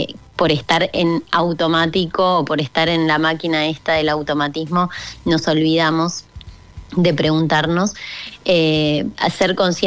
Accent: Uruguay; also born or lived in Argentina; yo mis dos maestrías en especialista en niños y en adolescentes las hice allá en Buenos Aires, así que soy mitad uruguaya, mitad argentina.

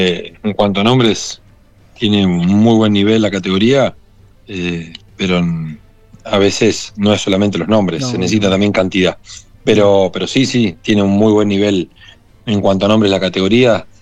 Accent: Santa Fe, Argentina

